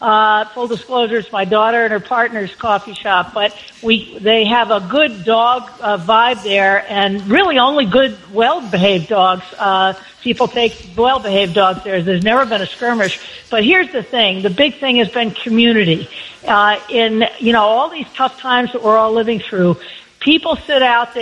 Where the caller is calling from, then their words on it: Dartmouth, Massachusetts, United States; In Dartmouth, in our little village of Pidnarum.